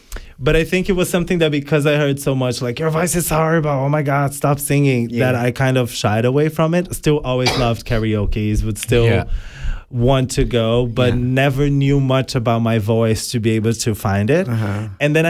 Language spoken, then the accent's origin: English; Jundiaí, São Paulo, Brazil; we did House of Martini in my hometown in Brazil, in Jundiaí.